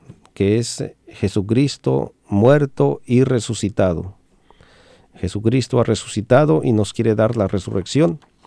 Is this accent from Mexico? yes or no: yes; Mexico; el orgullo que siento como mexicano